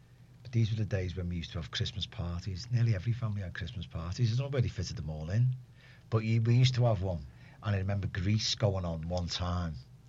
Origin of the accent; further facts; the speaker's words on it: Liverpool, North West England, United Kingdom; A little known area called Stonycroft in between West Derby and Old Swan.